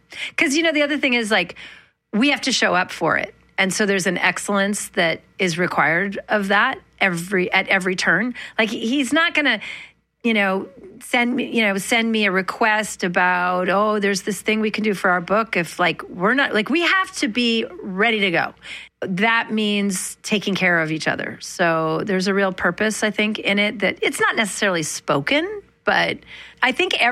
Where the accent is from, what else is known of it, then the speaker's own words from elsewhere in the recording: Manitoba, Canada; Growing up in Manitoba, I always tell this story.